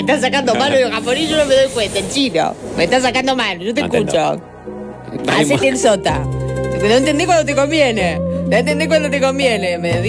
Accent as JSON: {"language": "Spanish", "country": "Argentina", "said": "lo argentino, que soy yo."}